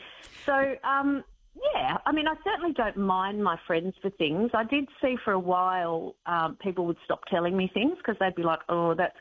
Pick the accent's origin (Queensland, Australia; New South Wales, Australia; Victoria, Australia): New South Wales, Australia; Mullumbimby; I'm from Mullumbimby, so it's the same sort of feel. And being from Mullumbimby, well, really, we have to be comedians, don't we? All of us.